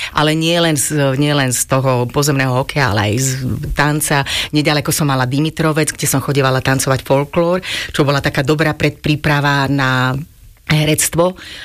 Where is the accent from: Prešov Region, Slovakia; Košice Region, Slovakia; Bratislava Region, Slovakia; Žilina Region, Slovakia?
Bratislava Region, Slovakia; Bratislava; vyrastala som úplne od malilinkata, od jasličiek, škôlky, základnej školy, gymnázia. Všetko som absolvovala v týchto Krasňanoch